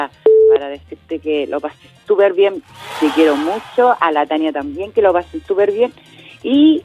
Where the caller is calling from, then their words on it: Chile; Soy chilena, pero chilena, ¿cachai?